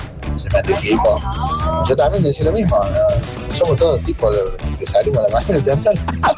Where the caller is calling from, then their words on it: La Calera, Córdoba, Argentina; de la Calera